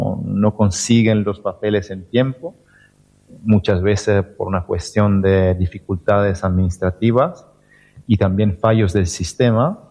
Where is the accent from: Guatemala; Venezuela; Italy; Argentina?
Italy; Spanish is a second language; now in Tenerife, Spain; Yo soy italiano, no uso mi idioma en la investigación. Entonces, siempre soy extranjero, la verdad, en lo que hago.